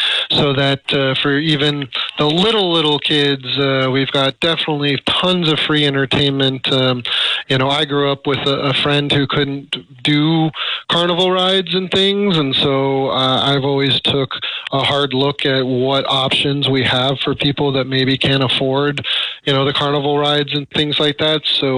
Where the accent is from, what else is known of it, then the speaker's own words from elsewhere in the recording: Alaska, United States; I was fortunate to be born and raised in Alaska, and we traveled all over the lower 48s for summers